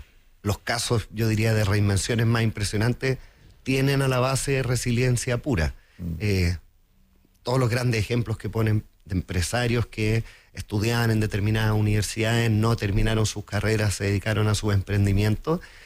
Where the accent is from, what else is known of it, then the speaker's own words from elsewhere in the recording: Concepción, Biobío, Chile; moved away; Yo soy oriundo de Concepción, mi familia está radicada en Concepción